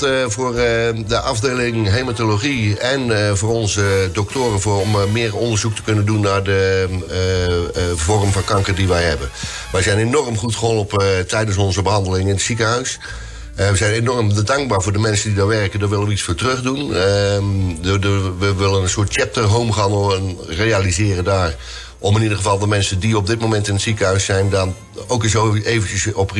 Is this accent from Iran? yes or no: no; Netherlands; Komen we uit Nederland?